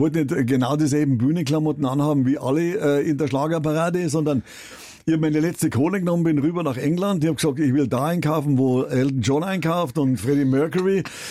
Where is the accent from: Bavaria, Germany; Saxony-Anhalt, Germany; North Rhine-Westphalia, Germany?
Bavaria, Germany; born there; ich bin hier in Bayern geboren, ich liebe meinen Glauben, ich liebe diese Kultur und alles hier